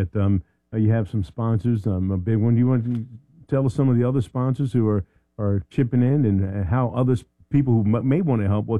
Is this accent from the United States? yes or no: yes; Philadelphia, Pennsylvania, United States; moved away; growing up in Philadelphia